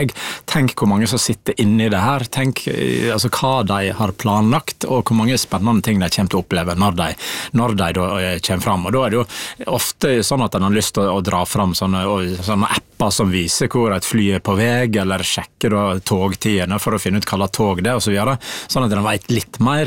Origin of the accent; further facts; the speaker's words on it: Naustdal, Vestland, Norway; Jeg kommer fra Naustdal, så nå har blitt en del av Sunnfjord kommune